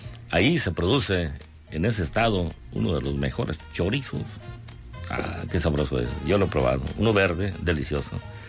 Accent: Colima, Mexico

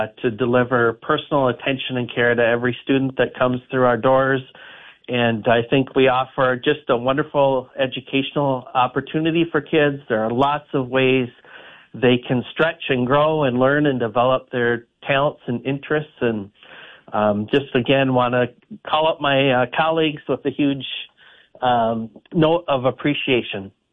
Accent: Deer River, Minnesota, United States; born there; also born or lived in Michigan; So originally I'm from Michigan. My family moved to Minnesota in 1977, and I started fourth grade in Deer River. But in Michigan, I had it pretty good before kindergarten.

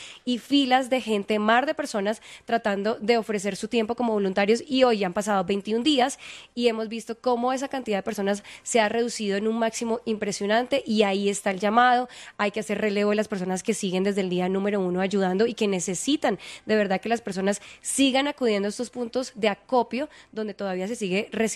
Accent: Colombia

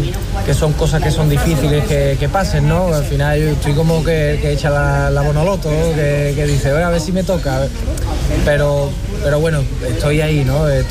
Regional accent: Constantina, Andalusia, Spain; now in Seville, Spain; Que Constantina es mi pueblo, pero yo soy, al final vivo aquí, yo me considero de Sevilla, yo soy sevillano

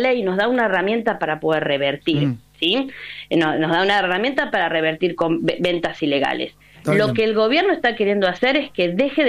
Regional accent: Río Negro, Argentina; yo soy del departamento de Bariloche.

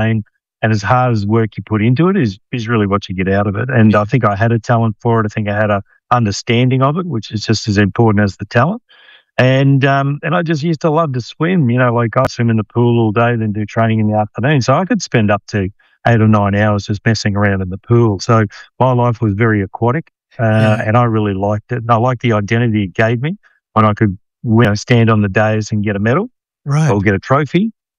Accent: Rockhampton, Queensland, Australia; So, yeah, I grew up in Rockhampton, Des, and I've got two brothers

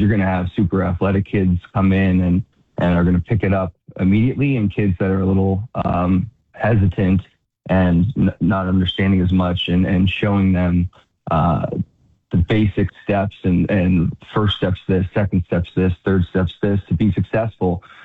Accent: Salisbury Township, Pennsylvania, United States; Yeah, so I grew up in Salisbury Township and went through the Salisbury School District

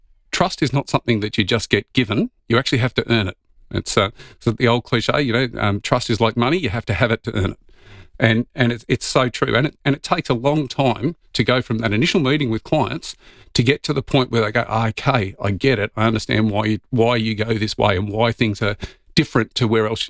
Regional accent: Victoria, Australia; now in South Australia, Australia; And I moved over to South Australia back in 2002. I'm originally from Victoria, so don't hold that against me.

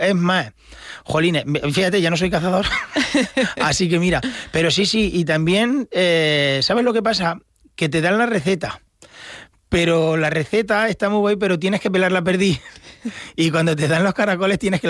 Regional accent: El Puente del Arzobispo, Castilla-La Mancha, Spain; born or raised there

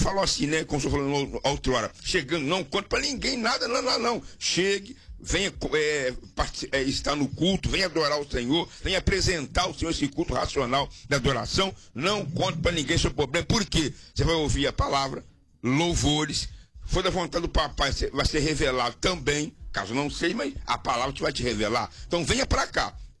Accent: Minas Gerais, Brazil; Como nós mineiros falamos, né?

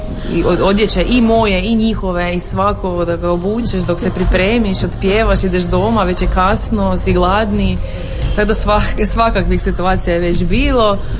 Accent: Hum na Sutli, Krapina-Zagorje County, Croatia; moved away as an adult; now in Kumrovec, Croatia; ja sam i dalje Humčanka i sad sam još i Kumrovčanka, tako da to ću biti uvijek. Rodno mjesto nekako uvijek ostane ono prvo i uvijek ću biti Humčanka. To se ne bude nikad promijenilo. Radim u Sloveniji, tako da sam ja nekako tu i to blizu granice, nisam daleko, tako da ja nisam daleko u principu od doma otišla.

